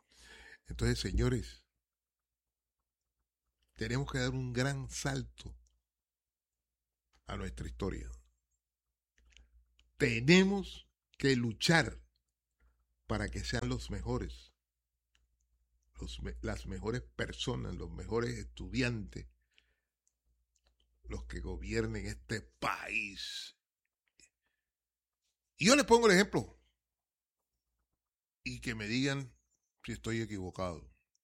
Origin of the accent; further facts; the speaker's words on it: Colombia; nosotros, como colombianos, como gente pobre, pero con deseo de superación